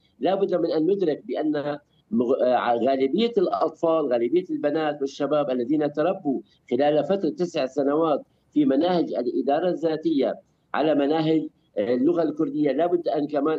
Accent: Syria; وأنا قلت في أكثر من حلقة سابقة بأنني أنا مواطن كردي سوري، أنا أستظل بالدولة السورية، وهذا وهذا شرف لي أن أكون ضمن الدولة السورية

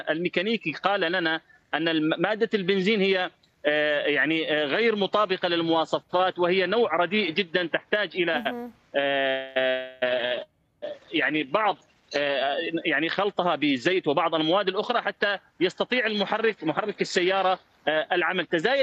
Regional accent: Deir ez-Zor, Deir ez-Zor Governorate, Syria; لكن المشكلة عندنا في دير الزور،

